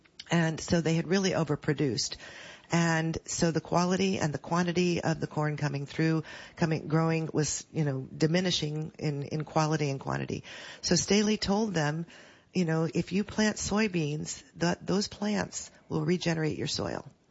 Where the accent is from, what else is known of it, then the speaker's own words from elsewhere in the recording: Decatur, Illinois, United States; I'm from Decatur.